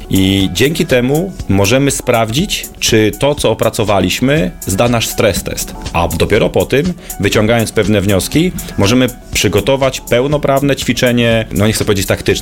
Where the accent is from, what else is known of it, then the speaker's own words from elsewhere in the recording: Stronie Śląskie, Lower Silesian Voivodeship, Poland; Ja pochodzę ze Stronia Śląskiego, więc jestem doświadczony jak i w 97, tak i w 24 roku